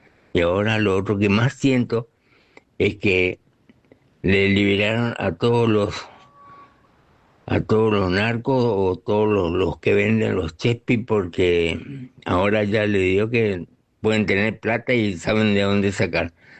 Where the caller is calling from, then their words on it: Formosa, Argentina; de Formosa.